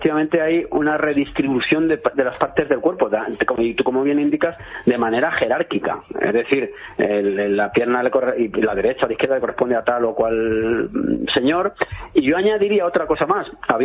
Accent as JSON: {"language": "Spanish", "town": "Cuenca", "region": "Castilla-La Mancha", "country": "Spain", "tie": "born or raised there", "said": "En mi pueblo, en Cuenca estoy."}